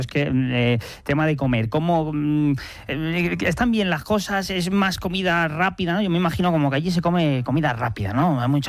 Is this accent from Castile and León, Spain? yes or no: yes; Cisneros, Castile and León, Spain